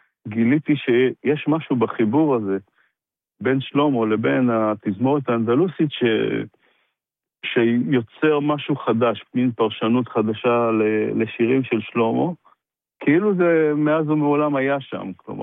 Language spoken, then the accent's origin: Hebrew; Ashdod, Southern District, Israel; moved away as an adult; אני גדלתי באשדוד עד גיל 20, ונשאר לי שם איזה מין חשבון פתוח.